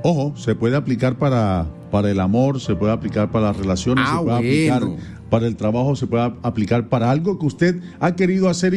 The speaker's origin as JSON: {"language": "Spanish", "country": "Colombia", "said": "nos levantamos como grandes colombianos resilientes que somos."}